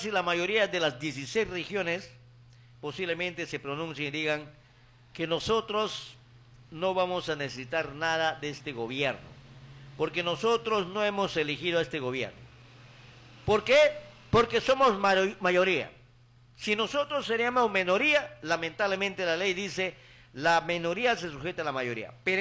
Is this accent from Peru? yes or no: yes; Peru; mi voto como ciudadano peruano